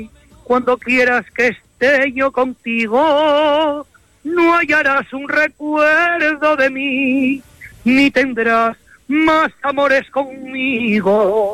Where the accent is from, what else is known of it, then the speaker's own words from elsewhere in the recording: Asturias, Spain; soy un asturiano enamorado de la copla. No soy del sur, ni soy poeta, ni en mis raíces hay sangre flamenca